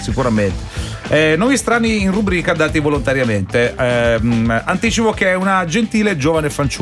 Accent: Barletta, Apulia, Italy; accent: Barletta dialect; Dialetto barlettano comunque.

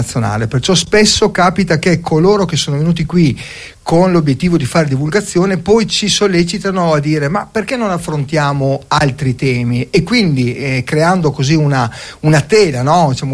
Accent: Trieste, Friuli-Venezia Giulia, Italy

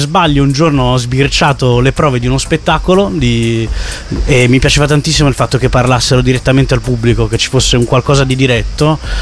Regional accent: Milan, Lombardy, Italy; io sono di Milano.

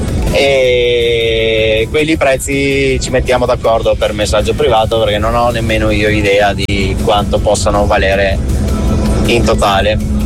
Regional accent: Vicenza, Veneto, Italy; Sono di Vicenza.

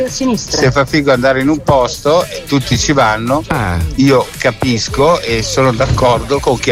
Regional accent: Liguria, Italy; moved away as an adult; now in Treviso, Italy; essendo io ligure trasferito qua da 15 anni

